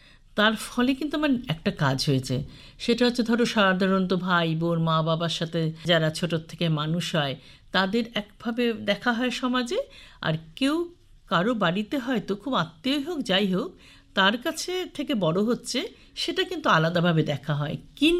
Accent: Siliguri, West Bengal, India

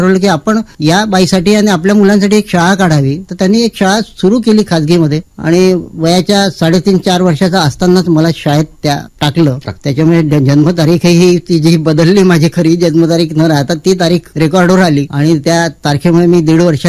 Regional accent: Amravati, Maharashtra, India; मी मूळ अमरावतीचा शहरीच माणूस, विलासनगर या ठिकाणी माझं राहणं होतं अमरावतीला आणि अमरावतीतच माझा जन्म झाला.

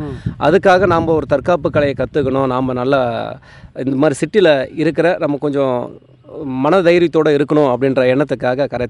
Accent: Salem district, Tamil Nadu, India; moved away as an adult; now in Tiruppur, India; Sir Salem மாவட்டம் காடியம்பட்டி தாலுக்கா கேமோரூர் கிராமம் sir.

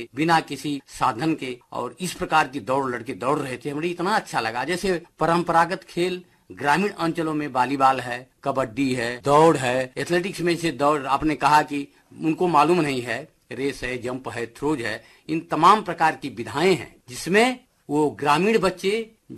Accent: Dabariya, Uttar Pradesh, India; चंदौली जिले में धानापुर एक जगह है, धानापुर में एक गाँव है डबरिया, उस गाँव का मैं मूल रूप से निवासी हूँ।

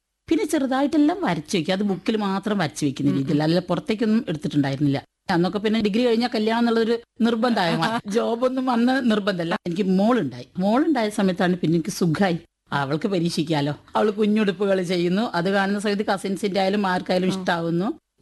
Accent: Kozhikode, Kerala, India; now in Sharjah, United Arab Emirates; ഞാൻ കോഴിക്കോട്ടുകാരിയാണ്

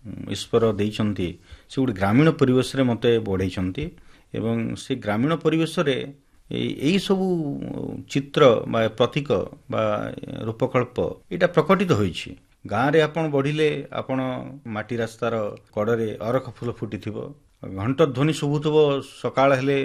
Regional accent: Sonepur, Odisha, India; born there; ମୁଁ ସୋନପୁରର ଗୋଟେ ଗାଁରେ ଜନ୍ମ ଏବଂ ସୋନପୁର ହେଉଛି ଭୀମଭୋଇଙ୍କର ଗୋଟେ ସାଧନାସ୍ଥଳୀ

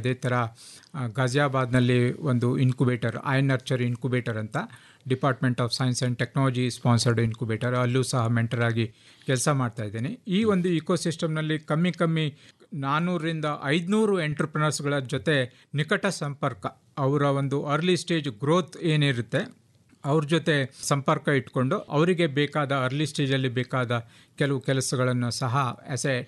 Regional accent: Kumta, Karnataka, India; moved away as an adult; now in Uttar Pradesh, India; ನಮ್ಮ ಊರು ಕುಮಟಾ ಕುಜಳ್ಳಿ ಅಲ್ಲಿ ಇದ್ದೀವಿ.

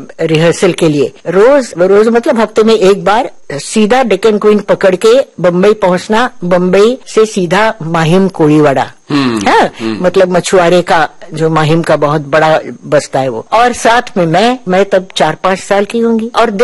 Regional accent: Pune, Maharashtra, India; also born or lived in Lucknow; हाँ पुणे आ गई और नाना के पास, मतलब अपने पिता के पास, मेरे नाना अप्पा नाम कहते थे, और तब से मैं उनकी छत्र छाया में पली बड़ी

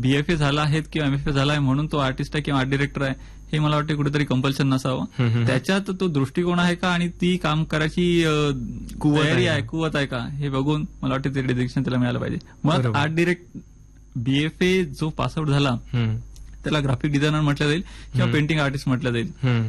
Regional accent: Yavatmal, Maharashtra, India; मूळ माझं गाव यवतमाळचं, तिथं चित्रकलेत लहानपणीपासून आवड होती.

